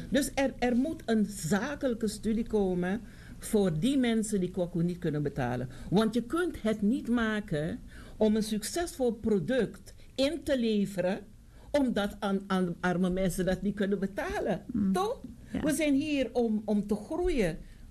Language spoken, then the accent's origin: Dutch; Suriname; We zijn er niet voor, want we hebben al als Surinamers in het organiseren van festiviteiten weinig succes tot nog toe.